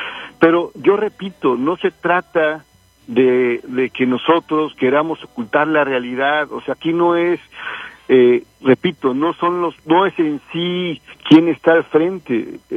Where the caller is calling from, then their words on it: Mexico City, Mexico; yo soy de la Ciudad de México